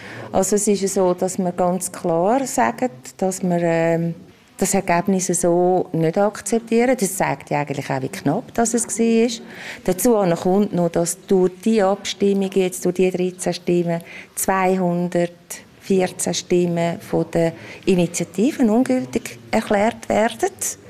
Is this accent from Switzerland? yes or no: yes; Switzerland; Es ist aber mein Recht als Bürgerin oder als Schweizerin, dass ich meine Rechte weiter verfolge.